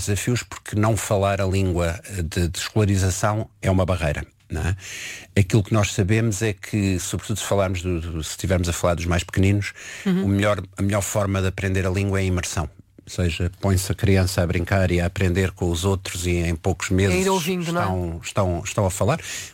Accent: Setúbal, Portugal; Eu sou setubalense, em Setúbal fala-se charruco, com as marcas dos R's e outras.

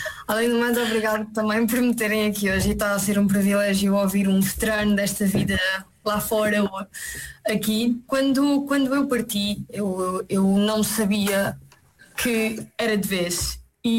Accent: Lisbon, Portugal; moved away as an adult; now in Cologne, Germany; eu sou de Lisboa e sempre cresci rodeada de turistas.

